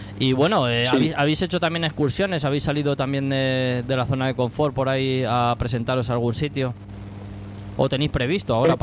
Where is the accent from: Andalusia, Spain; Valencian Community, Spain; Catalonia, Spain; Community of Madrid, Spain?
Valencian Community, Spain; Yo soy valenciano